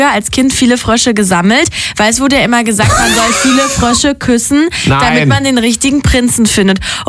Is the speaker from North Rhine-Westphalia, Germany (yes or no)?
no; Brandenburg, Germany; Ich bin in Brandenburg zur Schule gegangen.